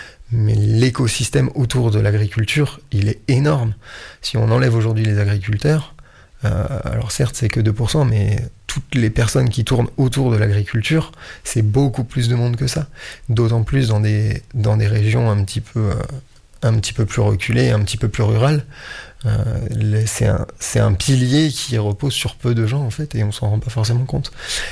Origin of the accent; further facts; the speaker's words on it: Auvergne-Rhône-Alpes, France; moi j'habite en Ardèche, j'ai pas la mer, c'est comme ça, et c'est très bien.